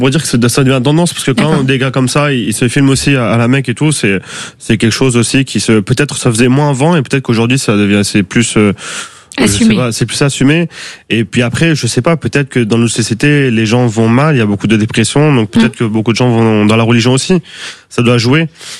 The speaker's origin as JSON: {"language": "French", "country": "France", "tie": "born there"}